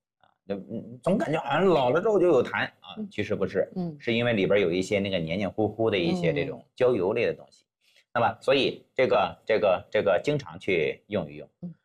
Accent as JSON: {"language": "Chinese", "country": "China", "said": "他们反正也不知道我姓氏名谁，最多知道我是中国人"}